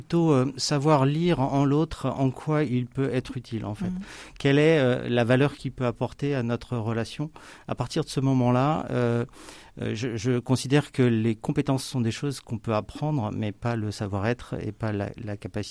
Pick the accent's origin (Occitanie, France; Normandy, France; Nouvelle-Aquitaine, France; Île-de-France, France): Normandy, France; Dieppe; also born or lived in Rouen; Je suis natif de Dieppe, de famille rouennaise.